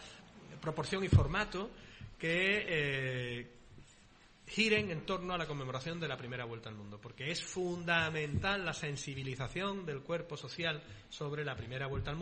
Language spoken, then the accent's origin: Spanish; Pamplona, Navarre, Spain; Y hoy la forma que yo tengo de ser español es ser andaluz. Yo que soy